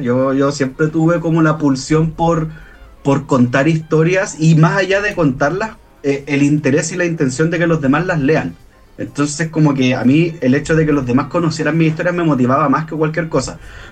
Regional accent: Antofagasta, Chile; also born or lived in Santiago, Chile; yo a pesar de que nací en Santiago, yo soy un antofagastino por adopción, viví 30 años allá.

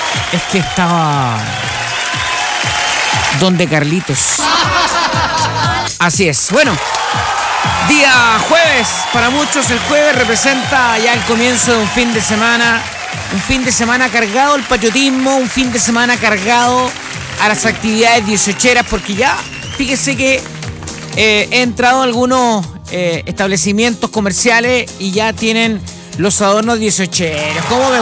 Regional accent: Chile; Del reencuentro como chilenos, con nuestras raíces

